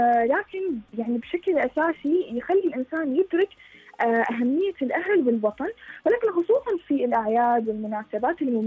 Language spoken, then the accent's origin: Arabic; Oman; moved away as an adult; now in United Kingdom; إحنا من عمان